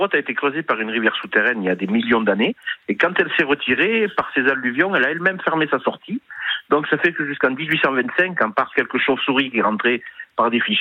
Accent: Occitanie, France; On ne sait comment un sultan est passé dans le nord du Quercy, chez nous, dans le Lot

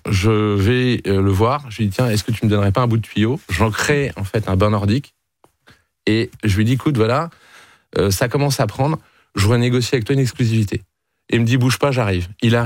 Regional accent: Normandy, France; moi, je suis natif de Normandie.

